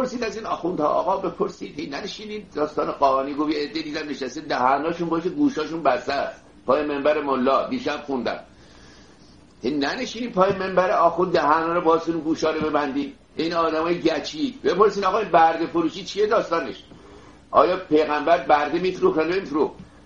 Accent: Iran; moved away; چون 35 سال پیش ما از ایران آمدیم بیرون که چنین دانشگاهی ما نداشتیم

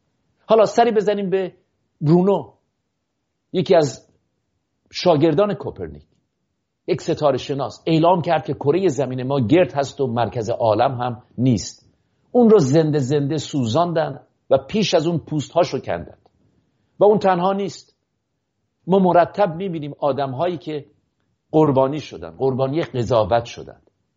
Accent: Iran

